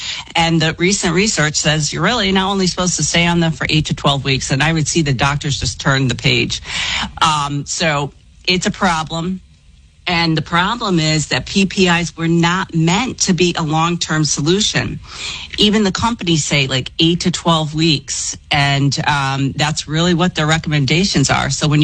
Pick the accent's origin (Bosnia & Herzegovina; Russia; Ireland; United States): Ireland; And don't forget … so we don't count alcohol calories, right?